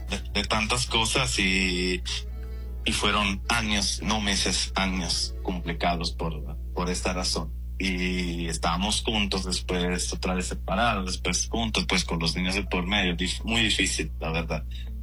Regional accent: Florence, Tuscany, Italy; born there; Spanish is a second language; Yo en Florencia, en Italia.

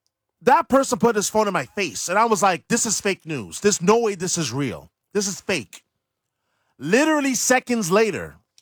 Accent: New York, United States; moved away; I was in New York, in my hometown.

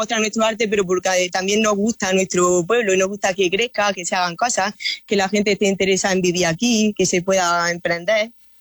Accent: Andalusia, Spain

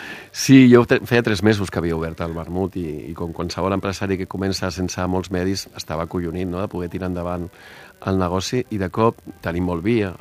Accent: Barcelona, Catalonia, Spain; Pues mire, vengo de Barcelona y tal.

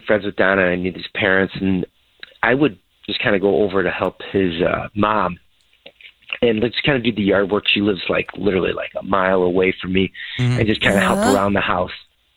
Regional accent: Illinois, United States; No, I'm from the Midwest. I'm from Illinois originally.

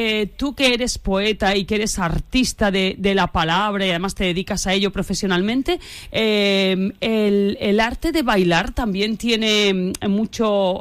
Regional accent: Andalusia, Spain; nuestra forma de ser, nuestra forma de hablar, nuestro acento, todo depende un poquito también al estar aquí ya en este trío de comunidades autónomas, ¿no? Y de no estar tanto en el centro de Andalucía

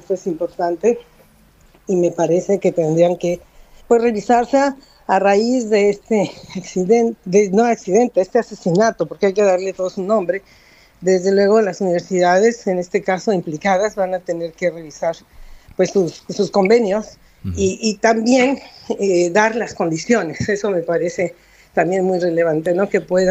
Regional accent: Mexico

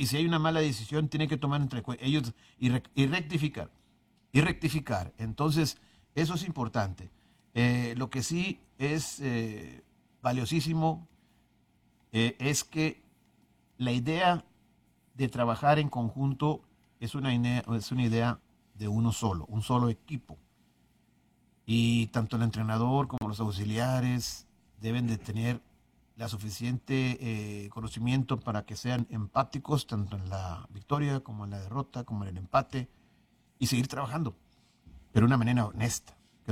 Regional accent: Mexico; nos han denigrado a nosotros como mexicanos

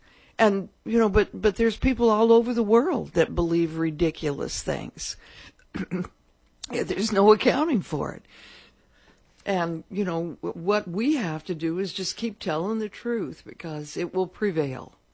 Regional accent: California, United States; now in Tahlequah, United States; I grew up in California, surrounded by 11 million people, and I was one that couldn't wait to get away from that.

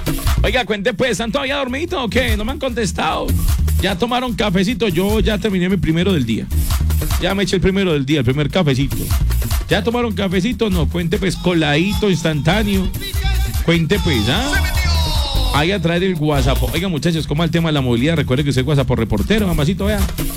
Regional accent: Colombia; Así somos nosotros los colombianos.

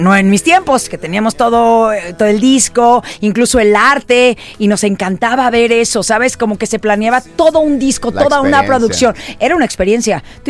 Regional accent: Los Mochis, Sinaloa, Mexico; also born or lived in Los Angulo; sí, pero de Los Pobres. Pero vivía Los Mochis, yo vivía Los Mochis cuando era niña, cuando era muy pequeña.

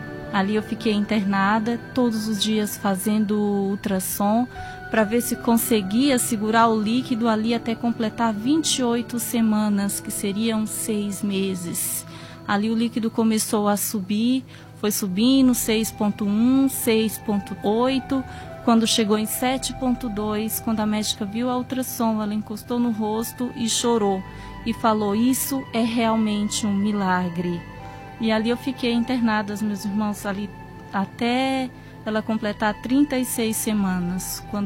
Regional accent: São Bernardo do Campo, São Paulo, Brazil; eu venho da Vila São Pedro, em São Bernardo do Campo

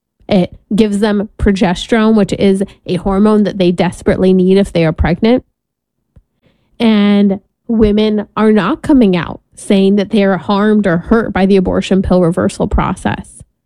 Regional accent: California, United States; especially my home state of California

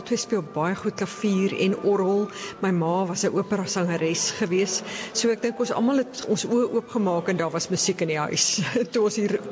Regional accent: Johannesburg, Gauteng, South Africa; Ons is van Johannesburg, eintlik aan die Wesrand het ons groot geword. My ouers het eers in Discovery gebly waar my pa predikant in Meadowlands was. En die eerste 6 jaar het ons daar gebly.

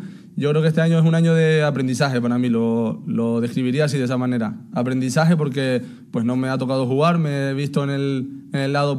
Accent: Canary Islands, Spain; la isla me encanta, llevo ya 4 años, encima soy canario

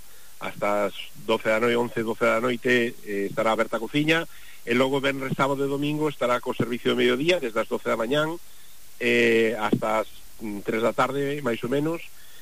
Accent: Cambados, Galicia, Spain; Sí, a verdade é que eu sempre digo unha frase, que eu son de Cambados

